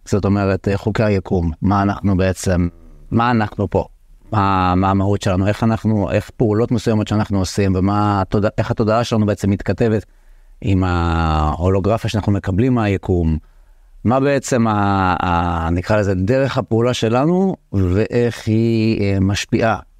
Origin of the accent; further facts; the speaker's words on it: Hadera, Haifa District, Israel; גדלתי בחדרה.